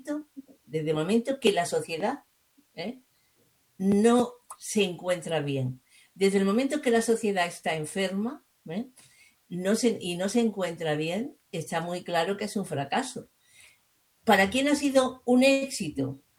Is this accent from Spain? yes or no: yes; Spain; somos españoles y como tal queremos una identidad como españoles.